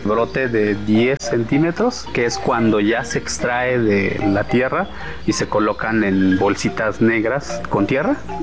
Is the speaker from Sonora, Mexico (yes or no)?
no; Tanetze de Zaragoza, Oaxaca, Mexico; provengo de la comunidad de Tanetze, Zaragoza, el lugar en donde producimos y vivimos con el café.